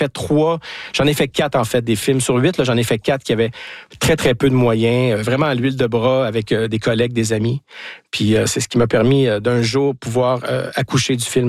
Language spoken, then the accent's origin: French; Dégelis, Quebec, Canada; born there; moved away; Donc, je suis encore très, très, très, très confortable là, dans mon coin de pays. Mais ça se limite un peu à Dégely